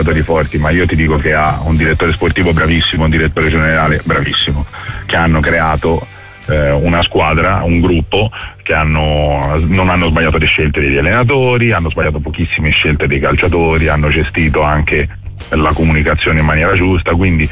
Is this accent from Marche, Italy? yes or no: no; Florence, Tuscany, Italy; perché sono di Firenze e tifoso della Fiorentina